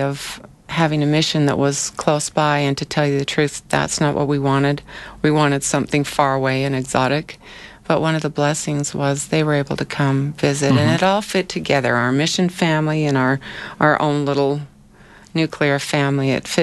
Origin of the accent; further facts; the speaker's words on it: Rexburg, Idaho, United States; now in Sandy, United States; I grew up in Rexburg, Idaho.